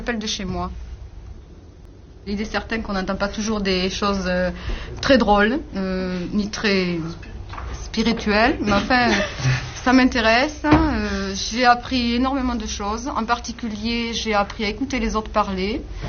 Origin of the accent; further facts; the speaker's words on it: Montpellier, Occitanie, France; je suis née à Montpellier, j'ai toujours vécu à Montpellier. J'ai 35 ans